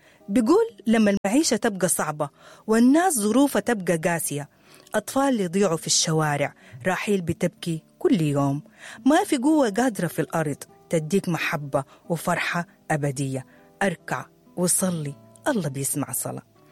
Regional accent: Sudan; أكيد ماركو بدينا المفتاح الحقيقي لحل كل المشاكل اللي مرة على بلدنا السودان،

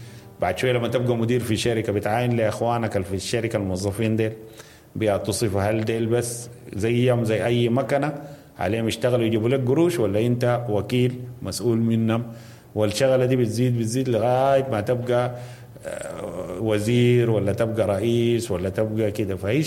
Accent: Sudan; ده وقت انه احنا كسودانيين نقيف ونشوف انا كسوداني الحاجه اللي بسويها غلط ما بترضي ربنا شنو

